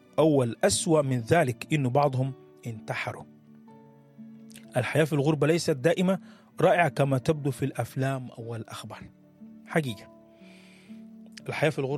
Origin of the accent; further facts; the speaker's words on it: Sudan; واحنا كسودانيين متعودين